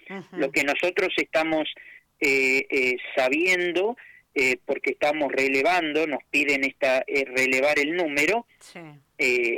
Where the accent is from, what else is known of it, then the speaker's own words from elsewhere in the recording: Argentina; a nosotros como Argentina